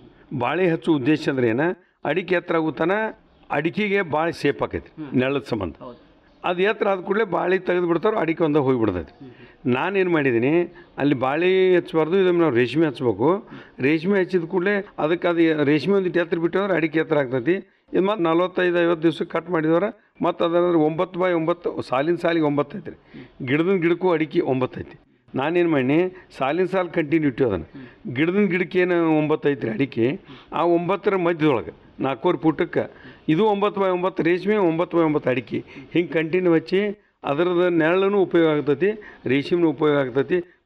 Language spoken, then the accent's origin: Kannada; Karnataka, India; ಅದು ನಮ್ಮದು ಟಕ್ಕಳಿಕೆ ಅಂತೇಳಿ ಒಂದು ಅಲ್ಲಿ ಊರಿದೆ, ಅಲ್ಲಿ ಅದು ನಮ್ಮ ಊರನ್ನು